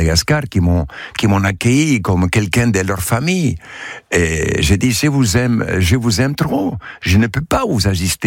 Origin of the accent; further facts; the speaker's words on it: Argentina; moved away; Oui, quand j'étais jeune, en 1968, quand j'ai quitté l'Argentine, un grand pays où j'ai découvert la fraternité.